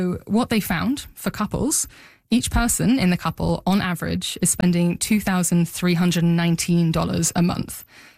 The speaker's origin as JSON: {"language": "English", "country": "United Kingdom", "moved": "as an adult", "lives_now": "Vancouver, Canada", "said": "I'm not from Canada. Mm. I moved to Vancouver from the UK a couple of years ago. And don't get me wrong, London was expensive, but it's expensive here too."}